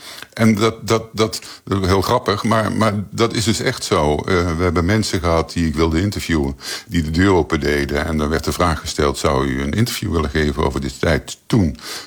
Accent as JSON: {"language": "Dutch", "town": "Maastricht", "region": "Limburg", "country": "Netherlands", "tie": "born there", "said": "Ik kom uit Maastricht en ik ging in die buurt stappen als puber."}